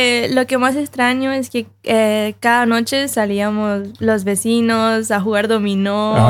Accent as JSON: {"language": "Spanish", "town": "Barcelona", "region": "Anzoátegui", "country": "Venezuela", "moved": "as an adult", "lives_now": "Norway", "said": "La ciudad se llama Barcelona."}